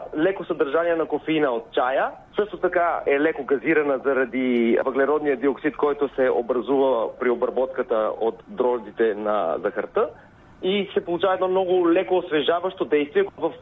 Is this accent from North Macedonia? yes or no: yes; North Macedonia; moved away as an adult; now in Sofia, Bulgaria; Здравейте … Преди 20 години съм дошъл от Македония да следвам в София и си останах. Хареса ми в България, тук създадох семейство